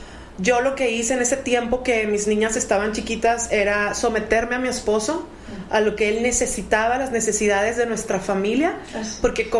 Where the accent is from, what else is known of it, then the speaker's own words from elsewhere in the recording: El Paso, Texas, United States; moved away as an adult; also born or lived in Chihuahua, Chihuahua, Mexico; Soy de Chihuahua, Chihuahua. Muy chica, me vine con mis padres y mis hermanos a la ciudad de El Paso, Texas. Okay. Ya ahí cursé mi primaria, secundaria, parte de la universidad. Y ya casada con mi esposo fue que me vine pues a estos rumbos